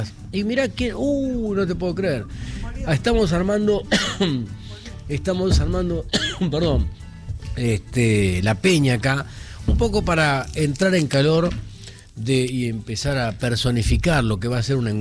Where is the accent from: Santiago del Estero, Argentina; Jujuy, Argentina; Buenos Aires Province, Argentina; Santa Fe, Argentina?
Buenos Aires Province, Argentina; Moreno; yo me crié en Moreno.